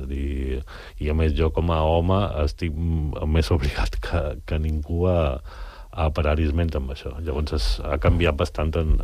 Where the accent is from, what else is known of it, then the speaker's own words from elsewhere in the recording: Balearic Islands, Spain; now in Barcelona, Spain; tenint en compte que jo visc a Barcelona, som mallorquí